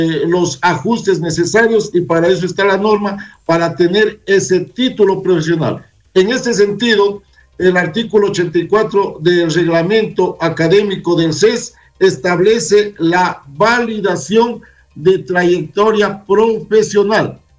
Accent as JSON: {"language": "Spanish", "country": "Ecuador", "said": "nosotros como ecuatorianos, como zamoranos, como lojanos"}